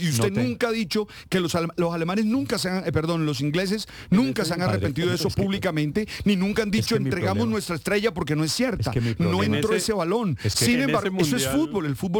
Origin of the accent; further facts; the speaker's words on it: Argentina; De los que soy argentino